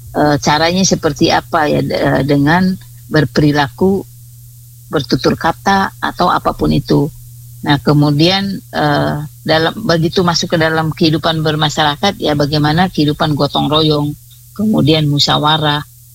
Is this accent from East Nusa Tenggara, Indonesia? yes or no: yes; Manggarai, East Nusa Tenggara, Indonesia; identitas kita sebagai orang Manggarai atau sebagai orang NTT pada umumnya.